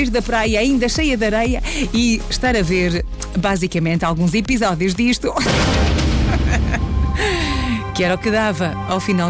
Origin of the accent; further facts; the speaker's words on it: Vila Nova de Gaia, Norte, Portugal; eu sou de Gaia, nascida em Gaia, criada em Gaia, estudei em Gaia, e ia para a praia em Gaia